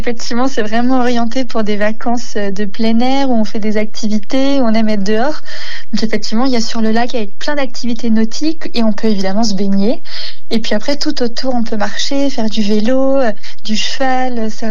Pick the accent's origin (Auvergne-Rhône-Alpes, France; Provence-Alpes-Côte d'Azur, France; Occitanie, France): Occitanie, France; il y a très peu de voitures chez nous en Lozère